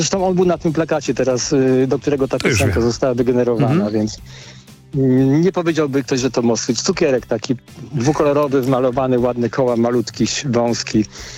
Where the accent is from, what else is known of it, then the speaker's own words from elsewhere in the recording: Tarnów, Lesser Poland, Poland; Ja jestem z Tarnowa